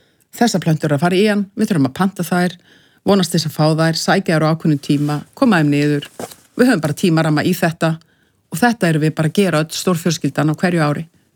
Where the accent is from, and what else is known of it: Reykjavík, Capital Region, Iceland; born or raised there